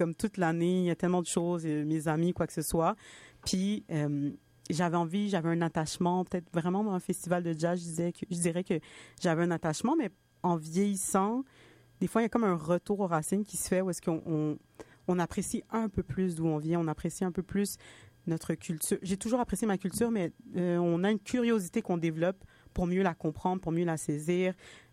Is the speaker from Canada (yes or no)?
yes; Montreal, Quebec, Canada; born there; Puis moi, je suis née à Montréal.